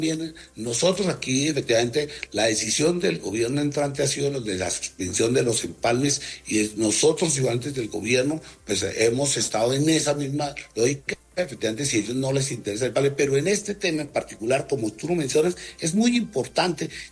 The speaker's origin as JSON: {"language": "Spanish", "country": "Colombia", "said": "Allí tenemos nosotros, es que como colombianos, hacer una veeduría que esa ejecución se haga y se haga correctamente."}